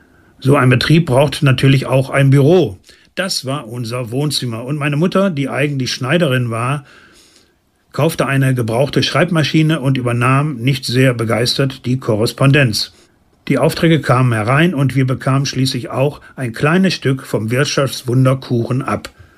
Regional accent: Essen, North Rhine-Westphalia, Germany; Das galt insbesondere für das Ruhrgebiet und meine Heimatstadt Essen.

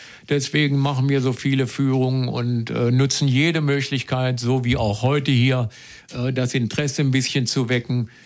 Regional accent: Lower Saxony, Germany; wir kommen ja aus Feltenhof hier

